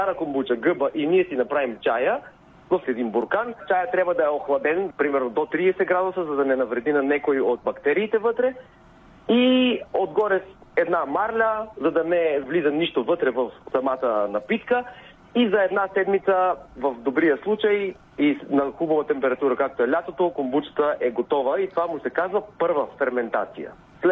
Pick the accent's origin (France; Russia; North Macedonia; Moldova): North Macedonia; now in Bulgaria; Аз съм и доста близо до место, откъдето идвам, от Македония. Тук менталитета си е нашия